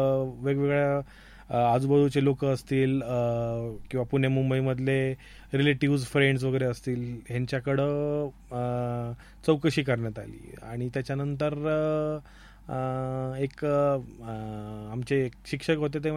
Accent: Ahmednagar, Maharashtra, India; moved away as an adult; नंतर मग आर्किटेक्चर वगैरे साठी मला बाहेरच्या शहरांमध्ये जावं लागलं, परंतु सगळी जडणघडण वगैरे जी काय आहे ती नगर शहरातच झाली.

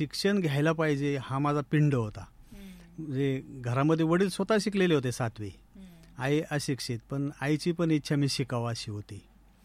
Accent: Umraj, Maharashtra, India; now in Ahmednagar, India; माझं बालपण, माझं गाव उमरज जुन्नर तालुक्यामध्ये, उमरज या गावीच गेलं मी। आमचं गावापासून 1-2 किलोमीटर आतमध्ये खेडेगाव आहे, सोंडेवाडी असं वाडी आहे छोटीशी, आणि त्या वाडीमध्येच गेलं।

